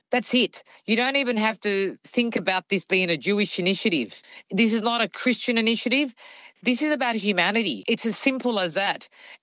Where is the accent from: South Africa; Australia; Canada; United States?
Australia; as an Australian, as a mum, as a sister and as a daughter